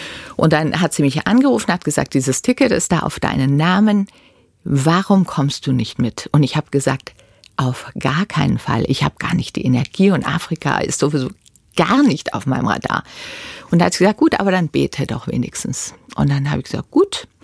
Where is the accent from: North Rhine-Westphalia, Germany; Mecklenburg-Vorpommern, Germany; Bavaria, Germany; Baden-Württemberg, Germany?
Bavaria, Germany; da hier ist dieser Schwarze in Nigeria und ich bin in Bayern aufgewachsen und wir haben ähnliche Gedanken gehabt.